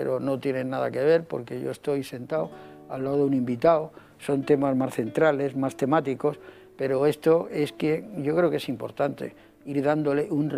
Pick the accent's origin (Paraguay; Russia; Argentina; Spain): Spain; ya entro en una etapa que me voy haciendo mayor y claro, yo recuerdo también como ciudadano español